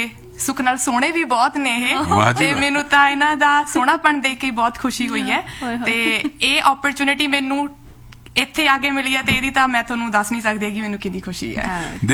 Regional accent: Fatehgarh Sahib, Punjab, India; moved away as an adult; now in Canada; ਮੈਂ ਪੰਜਾਬ ਤੋਂ ਜੀ, ਫਤਿਹਗੜ੍ਹ ਸਾਹਿਬ ਤੋਂ ਆ।

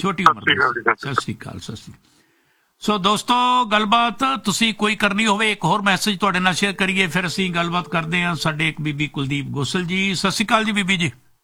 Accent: Faridkot, Punjab, India; ਸਾਡੇ ਫਰੀਦਕੋਟ ਦਾ ਸੀ ਜੀ ਮੈਂ ਵੀ ਫਰੀਦਕੋਟ ਦਾ ਹੀ ਹਾਂ ਤੇ ਮਲਕਿਆਂ ਦਾ ਸੀ ਮਲਕਿਆਂ ਦਾ ਤੇ ਫਰੀਦਕੋਟ ਦੇ ਨਾਲ ਬੜਾ ਸੰਬੰਧ ਸੀ ਕੋਟਕਪੂਰੇ ਨਾਲ ਤੇ ਸਾਡਾ ਵੀ ਏਰੀਆ ਉਹੀ ਹੈ

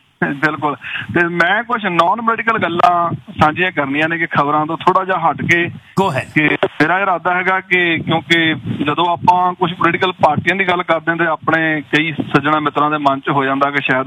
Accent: Punjab, India; moved away as an adult; ਮੈਂ ਕਾਫੀ ਹਿੱਸਾ ਇੱਥੇ ਕੱਢਿਆ

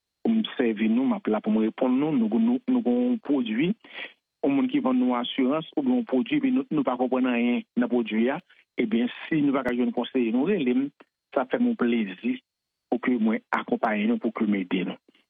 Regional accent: Haiti; now in Canada; En tant que haïtien, comme ta représenter nous parmi les meilleurs conseillers financiers du Québec.

